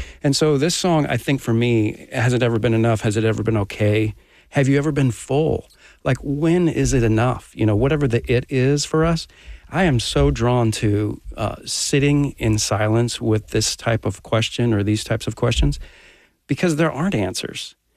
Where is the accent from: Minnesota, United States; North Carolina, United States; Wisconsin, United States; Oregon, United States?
Minnesota, United States; born or raised there